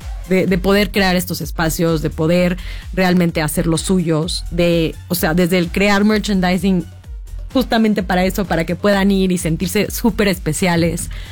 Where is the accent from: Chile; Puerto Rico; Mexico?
Mexico; Mexico City; pensándolo como chilanga, ¿no? No tenemos oportunidad las mujeres tantas de salir a correr en la noche. O sea, la seguridad sí o sí sigue siendo un tema en la Ciudad de México.